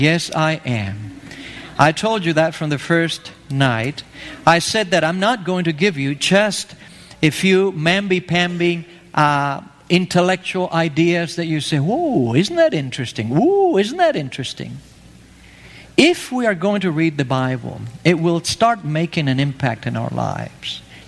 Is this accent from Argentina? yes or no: yes; Argentina; born or raised there; English is a second language; moved away